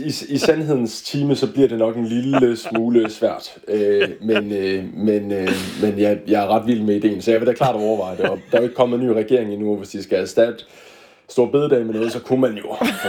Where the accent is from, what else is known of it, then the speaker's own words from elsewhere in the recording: Aarhus, Central Denmark Region, Denmark; Vi er født og vokset i Aarhus